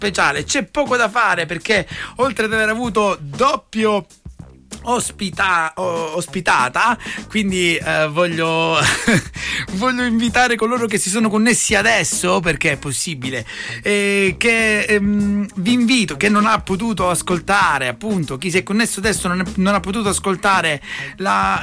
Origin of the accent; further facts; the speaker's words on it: Calabria, Italy; accent: Calabrian; io ho un accento calabrese